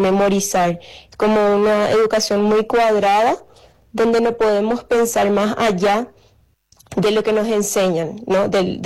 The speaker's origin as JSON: {"language": "Spanish", "country": "Paraguay", "said": "lo que yo veo como joven paraguaya"}